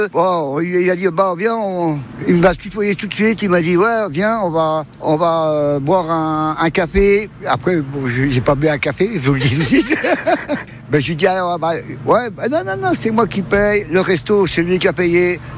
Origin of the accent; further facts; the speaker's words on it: Saint-Palais, Nouvelle-Aquitaine, France; Bon, bonjour, je suis de Saint-Palais, j'ai 59 ans.